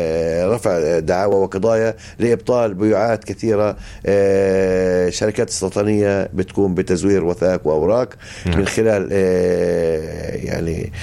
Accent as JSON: {"language": "Arabic", "country": "Palestine", "said": "احنا كفلسطينيين"}